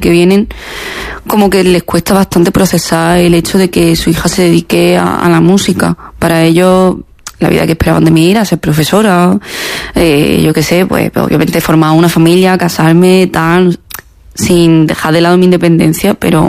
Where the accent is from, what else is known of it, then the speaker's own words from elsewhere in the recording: Jaén, Andalusia, Spain; also born or lived in Melilla; now in Granada, Spain; yo nací aquí en Melilla. Estuve viviendo aquí hasta los 3 añitos y ya luego pues nos fuimos a Jaén a vivir. Y nada, me crié en Jaén.